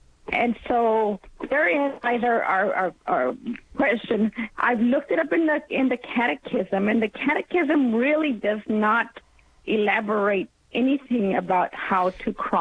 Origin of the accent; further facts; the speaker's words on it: New Braunfels, Texas, United States; I'm from New Braunfels, Texas, and I have a question for you.